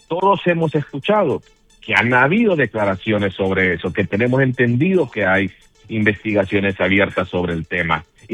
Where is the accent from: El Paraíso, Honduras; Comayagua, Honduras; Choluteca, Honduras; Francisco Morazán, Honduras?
Francisco Morazán, Honduras; Tegucigalpa; born there; Yo soy hondureño, yo nací en Tegucigalpa, soy hondureño de nacimiento